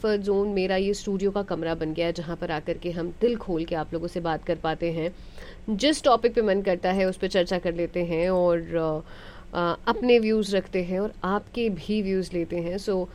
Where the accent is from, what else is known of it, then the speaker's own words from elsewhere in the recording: Patna, Bihar, India; मेरे शहर की है, पटना की है, बड़े ही गर्व से।